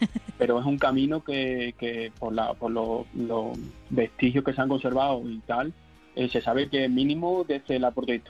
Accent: Villafranca de los Barros, Extremadura, Spain; soy de Villafranca.

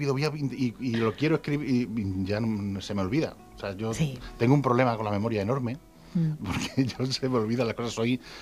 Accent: Extremadura, Spain; Dedicadas a las zonas donde yo me crié de pequeño, a Extremadura en general, a los olores de mi tierra, a la gente que ha vivido aquí.

